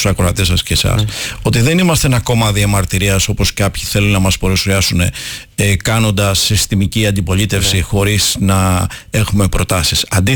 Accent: Aigio, Western Greece, Greece; moved away as an adult; now in Athens, Greece; Εγώ γεννήθηκα στο Αιγαίο, στο Σελινούντα του Αιγαίου, τη δεκαετία του 60, σε αρχές της δεκαετίας, και τελειώνοντας το σχολείο έφυγα, το λύκειο, έφυγα αναζητώντας κάτι καλύτερο. Ευτυχώς έφτασα μέχρι την Αθήνα, γιατί οι αρχικές μου σκέψεις ήταν μπορεί να έφτανα μέχρι την Αμερική.

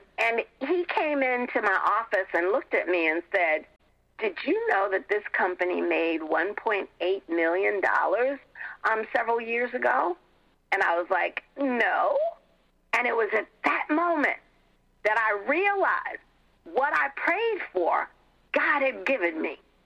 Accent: New York City, New York, United States; I grew up in Harlem.

